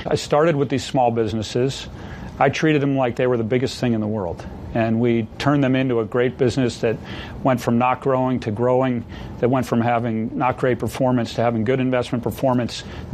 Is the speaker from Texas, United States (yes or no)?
no; Boston, Massachusetts, United States; I grew up in the Boston, Massachusetts area.